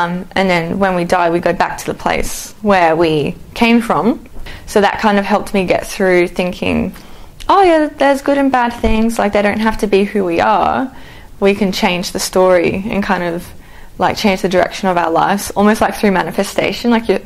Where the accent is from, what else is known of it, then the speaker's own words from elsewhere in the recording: Brisbane, Queensland, Australia; I grew up in Brisbane, Australia.